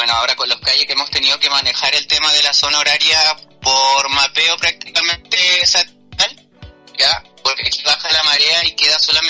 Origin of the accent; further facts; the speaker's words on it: Ralún, Los Lagos, Chile; nosotros estamos en esa parte de una agrupación que está formada en Pocoigüén, pero somos del sector de Ralún, kilómetro 1.5.